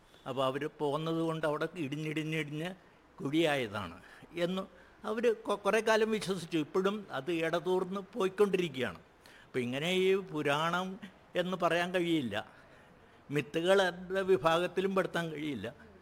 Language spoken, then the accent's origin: Malayalam; Ramapuram, Kerala, India; now in Pathalam, Kochi, India; പാല അടുത്തുള്ള രാമപുരം എന്ന ഗ്രാമത്തിൽ നിന്നാണ് ഞാൻ വരുന്നത്. ആ ഗ്രാമവും ഇവിടെയും ആയിട്ട് ആനയും ആടും പോലുള്ള വ്യത്യാസമാണുള്ളത്.